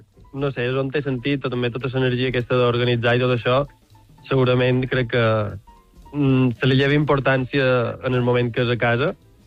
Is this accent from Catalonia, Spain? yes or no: no; Alaró, Balearic Islands, Spain; moved away; el poble on he crescut, a l'Aró